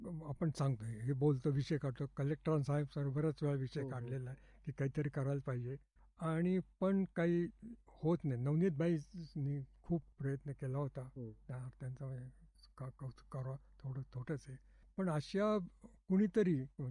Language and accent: Marathi; Ahmednagar, Maharashtra, India; moved away as an adult; now in France